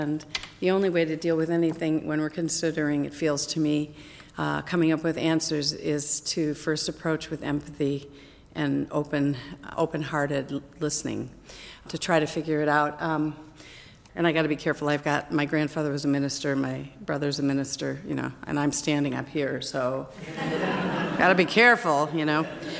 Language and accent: English; Moradabad, Uttar Pradesh, India; born there; moved away; I was born in India, in Muradabad, India, up in the Uttar Pradesh, near the foothills of the Himalayan mountains.